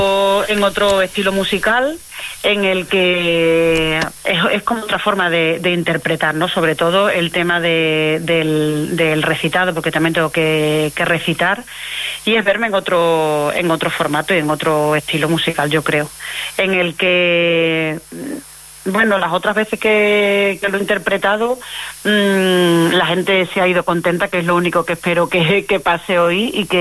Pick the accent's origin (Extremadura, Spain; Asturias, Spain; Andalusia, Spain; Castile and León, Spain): Extremadura, Spain; Me encanta de verdad cantar en mi tierra